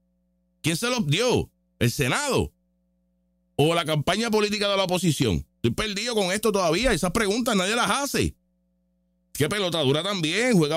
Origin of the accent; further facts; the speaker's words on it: Puerto Rico; todo el mundo que es de Estados Unidos, incluyendo a Puerto Rico, porque nosotros somos parte de Estados Unidos.